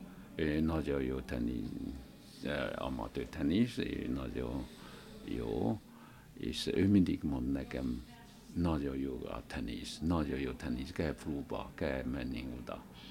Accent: China; Hungarian is a second language; moved away as an adult; now in Hungary; 1992-ben jöttem Magyarországra, Kínából jöttem

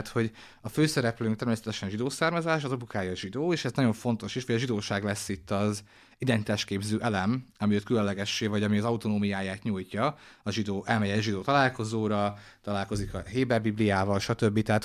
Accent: Hungary; hát igazából sértve magyarként. Úgyhogy ennek a társadalomnak a tagja vagyok

